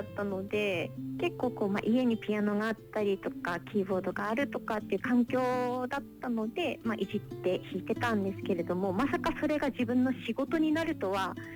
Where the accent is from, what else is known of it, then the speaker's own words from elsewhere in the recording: Fukushima, Japan; born there; moved away as an adult; also born or lived in Sendai, Miyagi; 私は福島県福島市で生まれになりまして、音楽を始めたのは隣の宮城県仙台市だったんですけれども、今は活動拠点を福島の方に戻して福島を中心に活動しております。